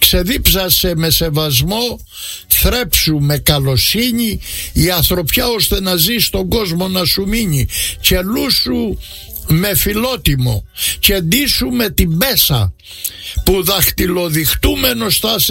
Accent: Crete, Greece; Και εμείς την έχουμε πολύ που είμαστε από την Κρήτη.

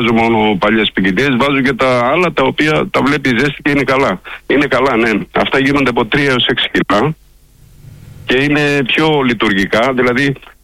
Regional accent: Nea Agioneri, Central Macedonia, Greece; Η γιορτή αυτή γίνεται στο χωριό μου, το Νέο Αγιονέρι Κηλικής, που βρίσκεται 30 χιλιόμετρα δυτικά της Θεσσαλονίκης. Είμαστε Καπαδόκες και είμαστε εδώ και 100 χρόνια να φυτεύουμε καρπούζια.

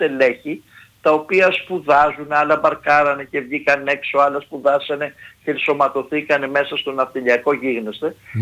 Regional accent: Greece; σαν Έλληνες

